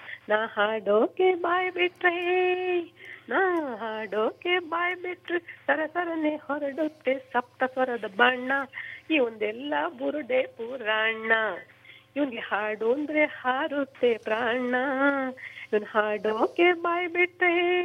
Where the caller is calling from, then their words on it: Bengaluru, Karnataka, India; ಬೆಂಗಳೂರಿಂದ.